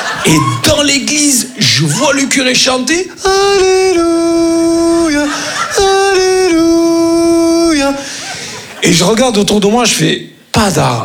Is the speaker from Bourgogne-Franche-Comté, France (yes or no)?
no; Grand Est, France; Comme on dit chez nous, en Lorraine.